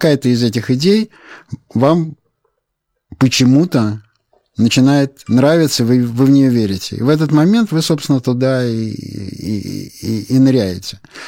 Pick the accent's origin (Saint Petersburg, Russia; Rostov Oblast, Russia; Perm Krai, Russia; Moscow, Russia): Saint Petersburg, Russia; я как питерский человек, мне в принципе нравится рюмочная.